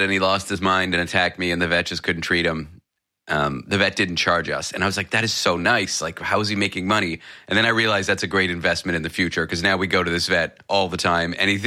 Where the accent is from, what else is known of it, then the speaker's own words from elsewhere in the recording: Canada; now in New York, United States; I'm Canadian